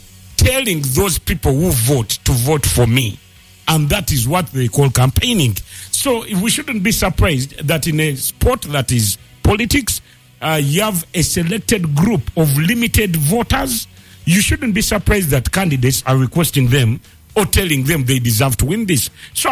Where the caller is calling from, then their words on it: Kireka, Uganda; Good afternoon, Radio City. … from Kireka Kamuli.